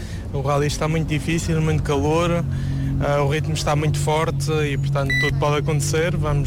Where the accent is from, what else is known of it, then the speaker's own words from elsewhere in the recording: Norte, Portugal; uma zona que eu frequento mais e, é, no fundo, é aquilo que eu considero a minha terra